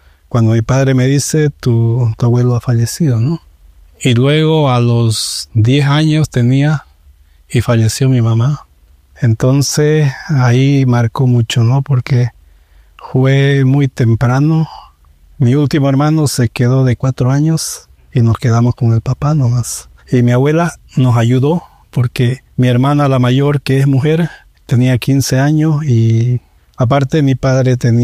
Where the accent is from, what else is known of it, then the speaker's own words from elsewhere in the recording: El Torno, Santa Cruz, Bolivia; Prácticamente yo me crié acá en el Torno con mis hermanos. Yo el día que reconozco ya me acuerdo de acá del Torno nomás. Yo acá nací. Estuvo más apegada a mi vida hacia los abuelos de mi padre, o sea, la cultura vallegrandina